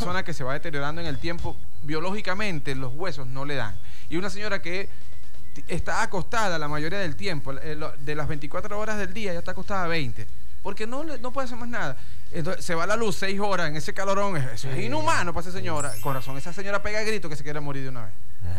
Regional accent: Venezuela; nosotros como venezolanos

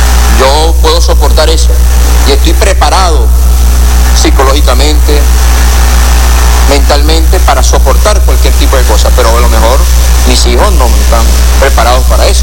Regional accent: Monagas, Venezuela; lo hago como monaguense, como venezolano

